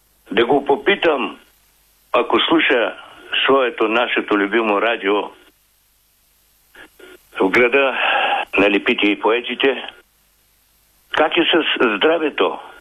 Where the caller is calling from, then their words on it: Varna, Varna Province, Bulgaria; от Варна.